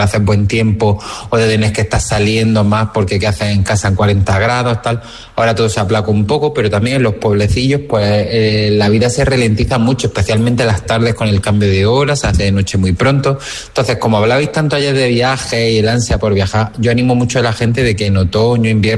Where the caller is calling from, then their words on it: Granada, Andalusia, Spain; soy de Granada.